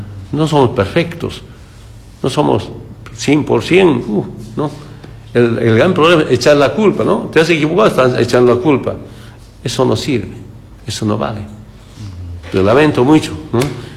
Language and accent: Spanish; Bolivia